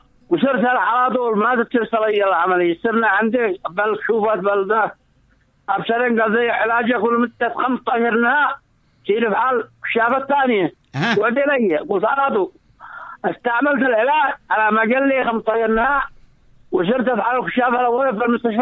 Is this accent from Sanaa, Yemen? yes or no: yes; Sanaa, Yemen; من بني مضار.